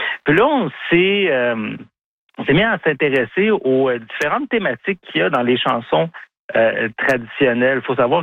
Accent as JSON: {"language": "French", "town": "Saint-Justin", "region": "Quebec", "country": "Canada", "tie": "born or raised there", "said": "Je suis natif de la Mauricie, donc de Saint-Justin plus précisément. Et puis je me suis établi là suite à mes études universitaires à Joliette."}